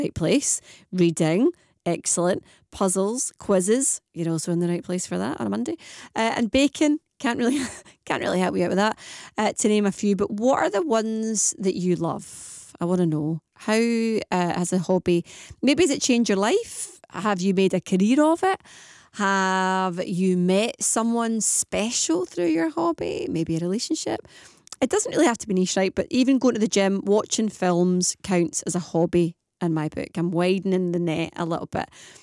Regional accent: Uddingston, Scotland, United Kingdom; I'm from Uddingston as well

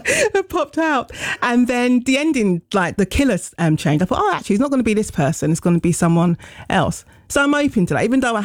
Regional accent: London, United Kingdom; I was born and bred, still live in Deptford, and that's where I'm from. My family's from Grenada originally.

